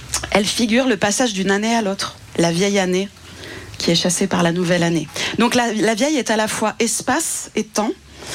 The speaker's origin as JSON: {"language": "French", "town": "Nice", "region": "Provence-Alpes-Côte d'Azur", "country": "France", "said": "Moi je viens d'un pays d'extrême droite qui s'appelle Nice, avec une grande culture de carnaval."}